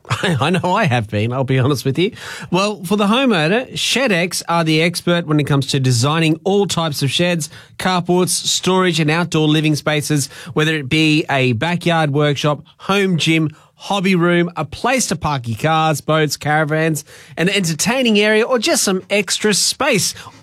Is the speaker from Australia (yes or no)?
yes; Middlemount, Queensland, Australia; It told me that from my hometown's Middlemount out in Western Queensland.